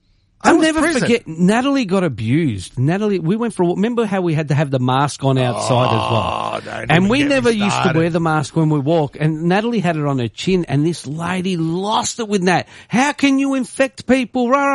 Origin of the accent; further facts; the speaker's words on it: Melbourne, Victoria, Australia; Look, I'm not familiar with Adelaide, as you well know, because I'm from Melbourne.